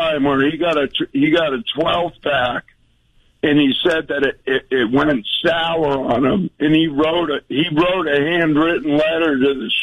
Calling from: Maine, United States; I'm calling from Northern Maine. I'm a longtime listener. I've called a couple times. My family's from the Hub. But I'm exiled up here in Maine

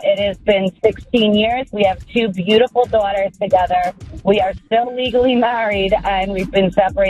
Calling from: Philadelphia, Pennsylvania, United States; I'm from Philly.

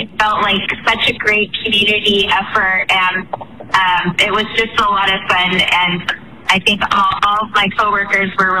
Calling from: Ventura, California, United States; I'm calling from Ventura, California

